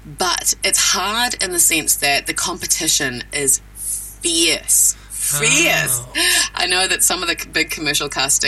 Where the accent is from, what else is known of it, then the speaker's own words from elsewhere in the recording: New Zealand; as a Kiwi, I think it's also here my British and Scottish and Irish heritage